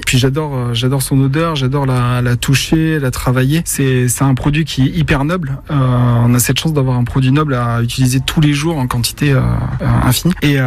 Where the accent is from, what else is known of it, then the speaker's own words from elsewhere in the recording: Bordeaux, Nouvelle-Aquitaine, France; Ouais, je suis né à Bordeaux et en fait, ma mère, elle est venue en France. Je suis un enfant d'immigré, donc d'un papa français et d'une maman malgache qui est arrivé en 89 et moi je suis né en 91.